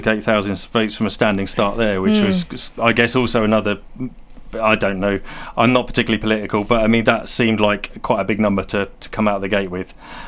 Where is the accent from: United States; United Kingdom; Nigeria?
United Kingdom; Needingworth, East of England; And I think because I'm from Needingworth, so I think you're my representative on two levels.